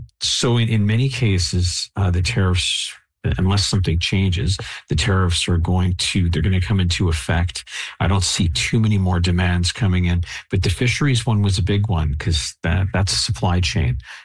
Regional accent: Canada; I'm Canadian.

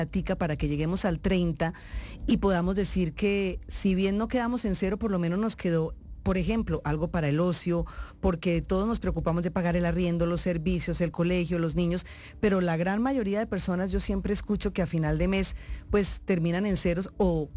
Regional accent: Colombia; Los colombianos tenemos el corazón lleno

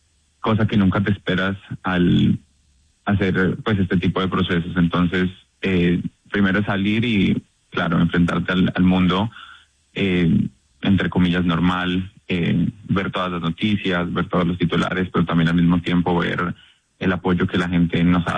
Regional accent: Tunja, Boyacá, Colombia; Ella está en Tunja, yo soy de Tunja, así que quería mandarle un saludo.

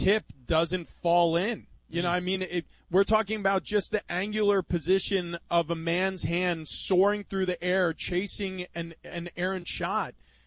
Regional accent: New York, United States; I grew up in New York. I grew up a Knicks fan.

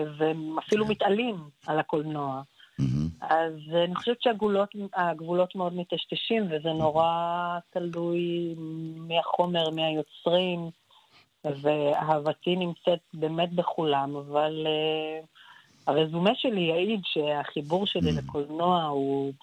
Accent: Jerusalem, Jerusalem District, Israel; born there; ולירושלים, העיר שבה נולדתי

